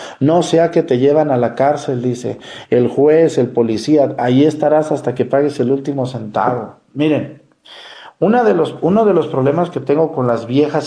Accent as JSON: {"language": "Spanish", "town": "Mexticacán", "region": "Jalisco", "country": "Mexico", "tie": "born there", "moved": "yes", "said": "Yo hablo de mi pueblo, de Mexicacán."}